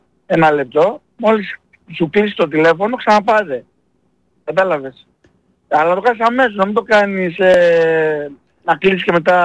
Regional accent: Greece

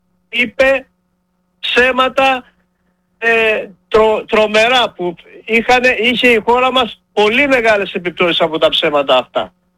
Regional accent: Macedonia, Greece; εμείς οι αγρότες ακρίτες Μακεδόνες

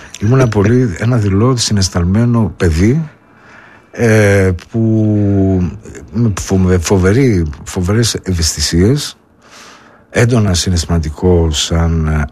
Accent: Thessaloniki, Central Macedonia, Greece; Χαριλάου. Χαριλάου, σε μια εποχή που το Χαριλάου ήταν το Χαρίλαου

